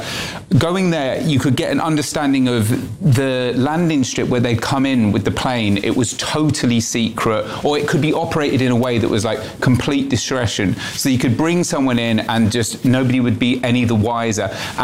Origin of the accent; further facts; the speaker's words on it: United Kingdom; We're British journalists.